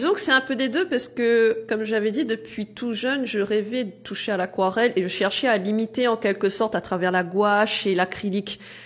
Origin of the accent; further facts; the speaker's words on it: Saint-Pierre, Réunion; moved away as an adult; now in Sainte-Anne, Réunion; quand j'ai emménagé à Saint-Benoît, parce que oui, à la base, je suis Saint-Pierroise d'origine. Et ça fait 6 ans que j'habite à Sainte-Anne. Ça, il faut savoir. Quand j'ai emménagé à Sainte-Anne en 2020